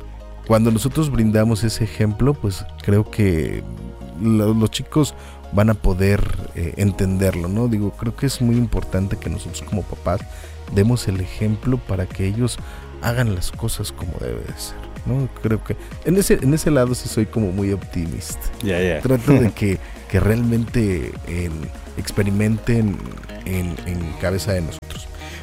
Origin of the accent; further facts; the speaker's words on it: Mexico; ese gusto de ser mexicanos.